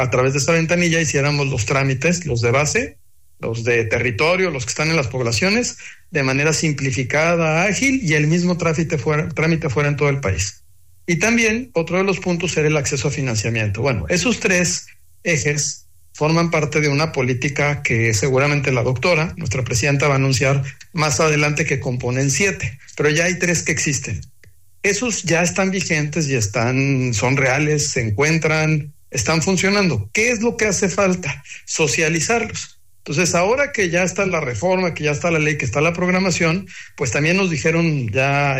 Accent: Tijuana, Baja California, Mexico; Tijuana, de donde somos nosotros, ahí de Tierra Bendita, también fronterizo, donde empieza la patria.

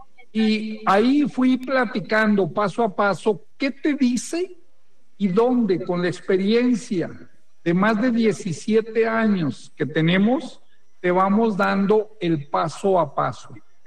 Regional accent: Torreón, Coahuila, Mexico; accent: norteño; moved away as an adult; now in Guadalajara, Mexico; Yo soy paisano de ellos, de Chihuahua, por yo vivir en el, yo nací en el norte, les de acuerdo, soy de Torreón. Ya me habían oído ese tono norteñote, pues es porque allá me crié 40 años, ¿no? Y luego ya me vine acá a Guadalajara

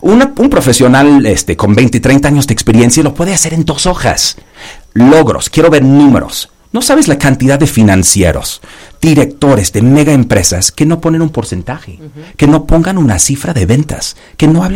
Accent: London, United Kingdom; Spanish is a second language; moved away as an adult; now in Mexico City, Mexico; Yo soy de Londres, perdón este acento. Ya mexicano de corazón, más de mis hijos mexicanos, varios años aquí.

